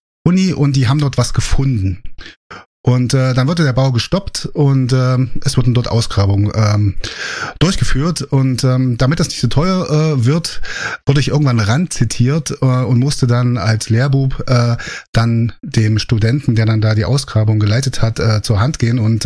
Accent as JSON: {"language": "German", "town": "Naumburg", "region": "Saxony-Anhalt", "country": "Germany", "tie": "born or raised there", "said": "ist nicht weit weg von Naumburg, das ist meine Heimatstadt. Und ja, da habe ich eine Ausbildung gemacht."}